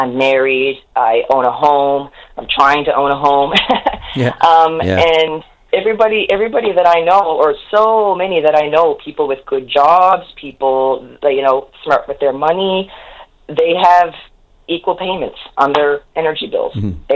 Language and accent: English; Newfoundland and Labrador, Canada; I may never see the mm-hmm. electricity bill that I deserve to see as a Newfoundlander.